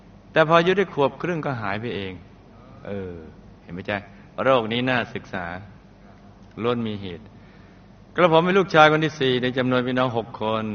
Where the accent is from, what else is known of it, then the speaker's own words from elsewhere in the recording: Bangkok, Thailand; born there; ผมเกิดที่กรุงเทพ